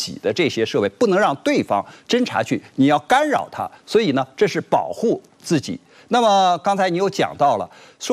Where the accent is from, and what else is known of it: China